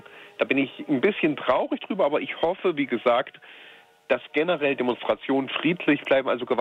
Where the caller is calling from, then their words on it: Erfurt, Thuringia, Germany; ich komme aus Erfurt